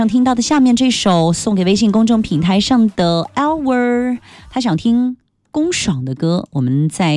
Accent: China

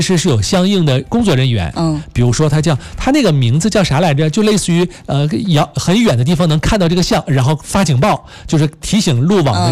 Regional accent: Northeast China, China; 因为咱是东北人嘛，

